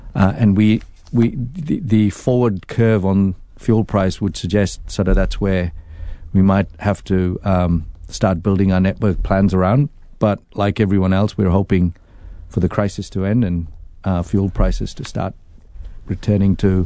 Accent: New Zealand; I say I'm from New Zealand

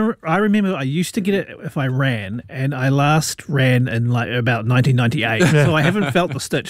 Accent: Rotorua, Bay of Plenty, New Zealand; born there; I was born in Rotorua

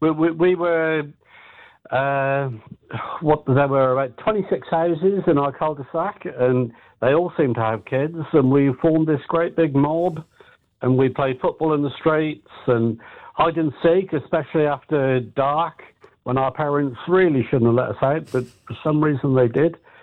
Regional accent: United Kingdom; now in Blenheim, New Zealand; I grew up on the Welsh border.

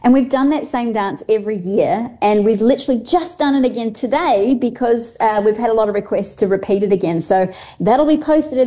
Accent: Australia; I call it lobster being Australian, or a crayfish sitting on top of it

